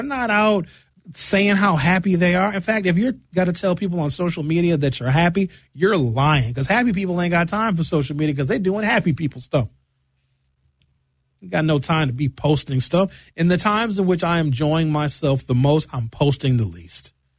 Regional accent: Brown Deer, Wisconsin, United States; moved away; I know people I grew up with in Brown Deer

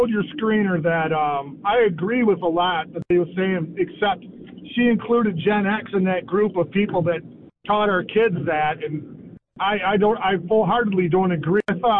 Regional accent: Michigan, United States; I grew up outside of Detroit, and I taught my children and a lot of other people in our area to not see or utilize color or race

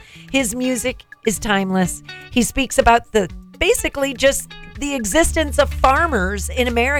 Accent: Indiana, United States; moved away; and what it's like to be from a small town, which spoke to me because, well, I was from Indiana

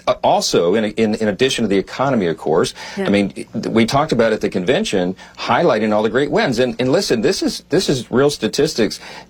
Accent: Louisiana, United States; In my state of Louisiana, I'm there this morning in my home state, and the average Louisianian has over $2,900 more in their pocket they did not have to send in their taxes

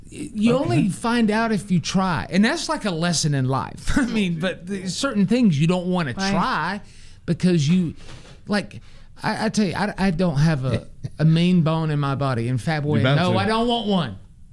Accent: United States; born there; I love America. You know, I've only country I've ever lived

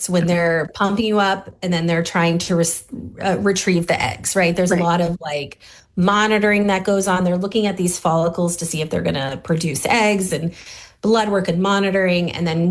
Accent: United States; moved away; we're American

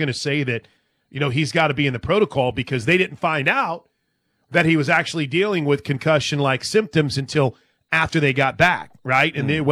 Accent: Illinois, United States; I don't know if it's because I grew up in Illinois

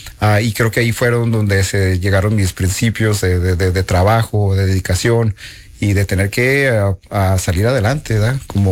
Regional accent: Mexico; moved away; como decimos allá en México

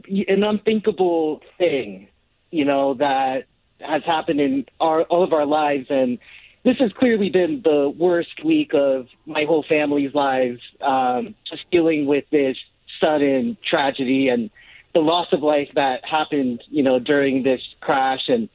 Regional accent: Tustin, California, United States; You know, we grew up in Orange County and Tustin, and growing up, instead of watching cartoons, my sister and I would watch the news

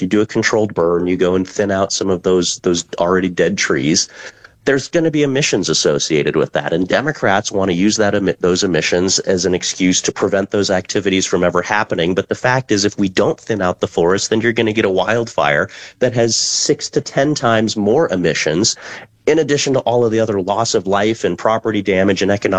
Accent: Colorado, United States; She moved to Denver in the 70s, and I was born in Colorado in the 80s. So born and raised in this state

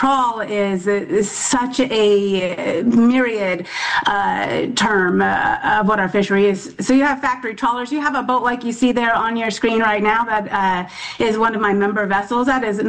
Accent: Alaska, United States; I am from Alaska.

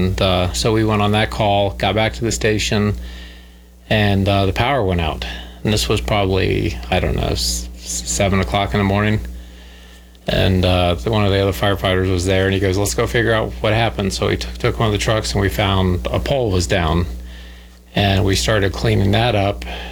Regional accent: Florida, United States; I'm from Florida. I've seen every hurricane, all my life

